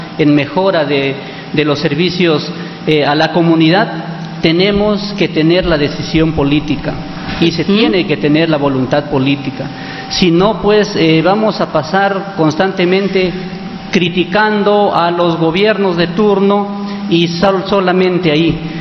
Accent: Peru; yo soy de Alto Perú, ¿no? Estudié el colegio en Alto Perú, en el colegio Julio César Tello de Alto Perú. Con mi familia.

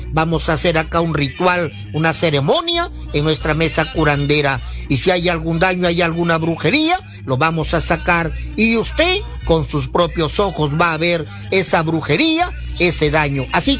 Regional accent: Huancabamba, Piura, Peru; un hombre de 58 años de vida, con 48 años en el curanderismo. Yo allá en mi tierra, en Huancabamba, en Las Guaringas, desde los 10 años

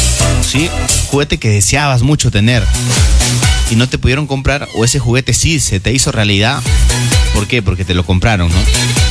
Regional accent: Nuevo Oriente, Amazonas, Peru; moved away; Nuevo Oriente de Yamón, mi tierrita, mi pueblito

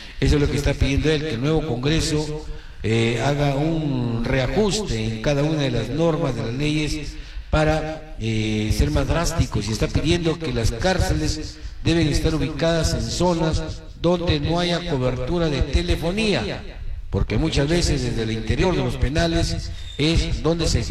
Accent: Cumba district, Amazonas, Peru; Mi tierra, claro que sí.

